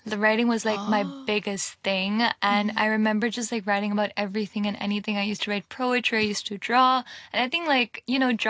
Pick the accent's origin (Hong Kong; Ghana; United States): Hong Kong; as mentioned. I was born and raised here in Hong Kong. Ethnically, I'm Pakistani.